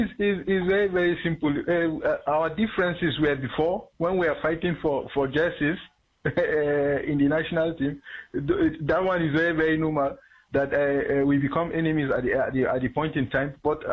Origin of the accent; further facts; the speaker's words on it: Jos, Plateau, Nigeria; We've been together. We grew up in Jos here, and someone that I know very, very well.